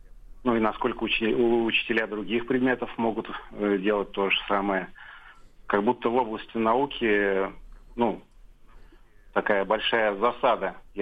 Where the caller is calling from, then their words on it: Samara, Samara Oblast, Russia; я из Самары.